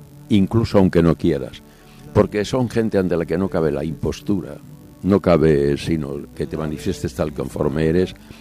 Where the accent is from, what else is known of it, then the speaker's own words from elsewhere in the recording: Chinchón, Community of Madrid, Spain; Su bisabuela era de Valdelaguna y yo soy de Chinchón, o sea, un pueblo muy cerca del mío. A él le crió su abuela y a mí la mía.